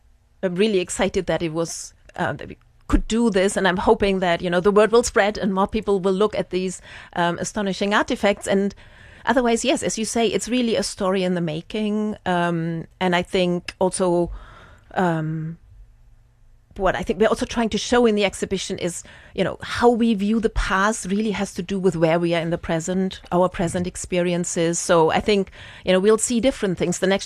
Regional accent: Germany; accent: German; English is a second language; now in United States; you have heard from my accent that I'm German, actually.

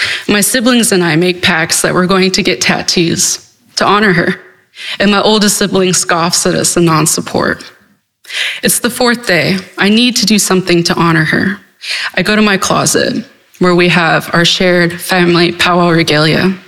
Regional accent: Kansas, United States; I grew up on the Sac and Fox Reservation in Kansas as a member of the Iowa tribe.

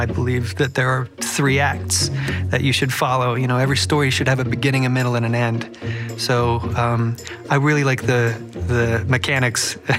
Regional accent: Reston, Virginia, United States; moved away as an adult; also born or lived in New York City; now in Beacon, United States

